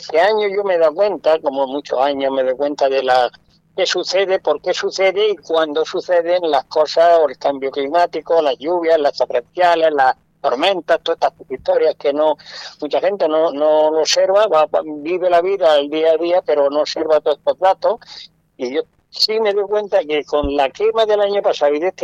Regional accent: Spain; nosotros los vecinos que somos, los murcianos, los de Almería, toda esta zona

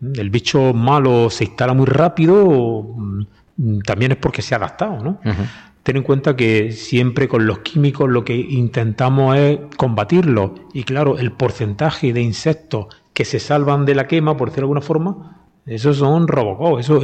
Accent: Adra, Andalusia, Spain; por mi pueblo, yo soy de Adra

